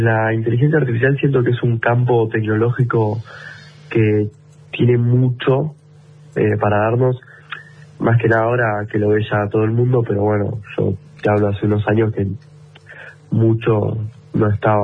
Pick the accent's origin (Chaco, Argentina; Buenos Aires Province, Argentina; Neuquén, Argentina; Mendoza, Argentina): Buenos Aires Province, Argentina; Bahía Blanca; nosotros somos de Bahía Blanca